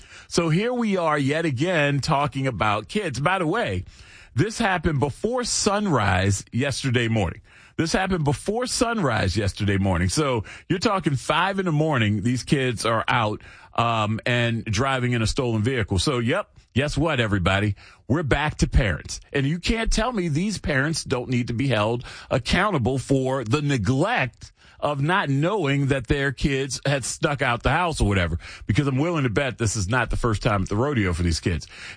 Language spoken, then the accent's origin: English; Charlotte, North Carolina, United States; born there; I was born in 81 in Charlotte, North Carolina.